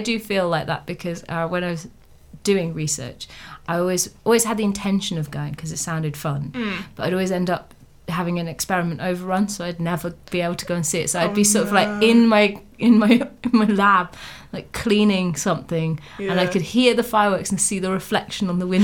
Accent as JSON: {"language": "English", "country": "United Kingdom"}